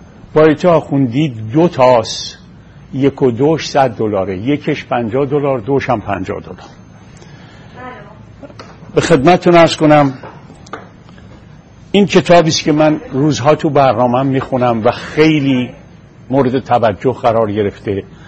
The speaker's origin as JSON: {"language": "Persian", "country": "Iran", "moved": "yes", "said": "ما از وقتی از ایران اومدیم بیرون در خارج از کشور،"}